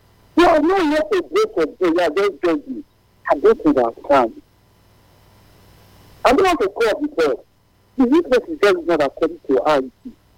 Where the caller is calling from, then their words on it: Edinburgh, Scotland, United Kingdom; Hello. Hello. … calling from Edinburgh.